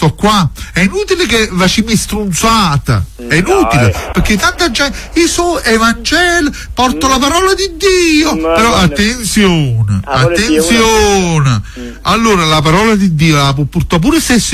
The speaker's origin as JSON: {"language": "Italian", "town": "Torre del Greco", "region": "Campania", "country": "Italy", "tie": "born there", "said": "io sono nato a Torre del Greco Torre del Greco mi ha apprezzato tanto mi ha voluto bene Napoli mi ama Caserta mi ama"}